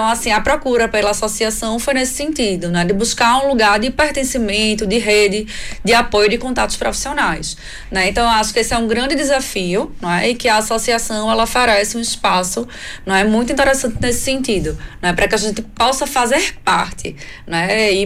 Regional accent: Brazil; moved away as an adult; now in Portugal; eu vim do Brasil e sou psicóloga clínica lá, era psicóloga clínica lá desde 2009, né? Então eu tinha todo esse network, essa rede de apoio, rede de contatos, não é? E aqui em Portugal não.

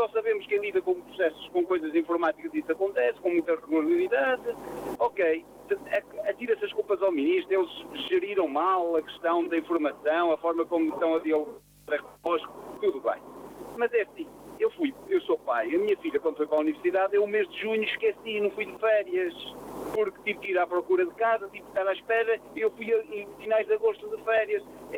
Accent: Portugal; Enquanto nós, portugueses, não tivermos essa percepção do que é uma definição de Estado, vamos ter sempre um muro de lamentações.

